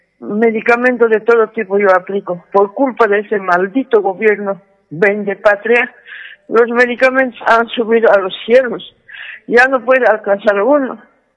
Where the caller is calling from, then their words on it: Cochabamba, Bolivia; Yo soy cochabambina.